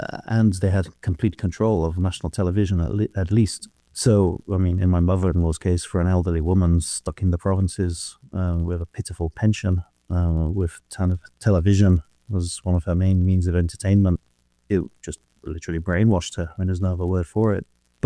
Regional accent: United Kingdom; as a British journalist

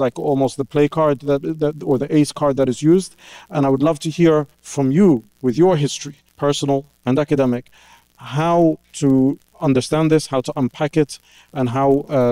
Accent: United Kingdom; when I applied as a British national, you apply for the ETA

